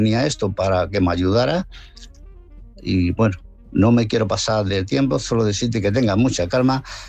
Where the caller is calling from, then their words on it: Málaga, Andalusia, Spain; de Málaga.